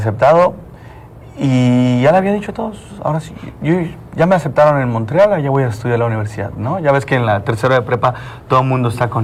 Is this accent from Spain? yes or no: no; Mexico; así como somos los mexicanos